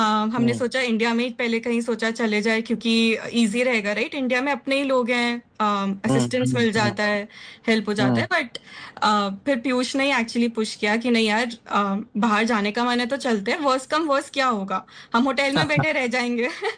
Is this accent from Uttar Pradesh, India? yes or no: no; Delhi, India; now in Kolkata, India; एक तो ये कैलकटा से, हमें दिल्ली से हो